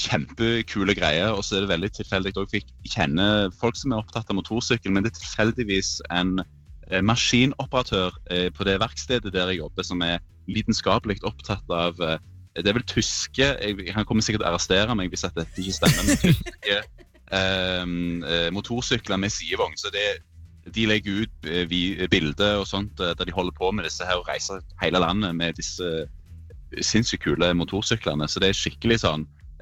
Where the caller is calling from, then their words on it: Sandnes, Rogaland, Norway; Nå kommer jeg akkurat ut av en vaskeautomat i Sandnes kommune.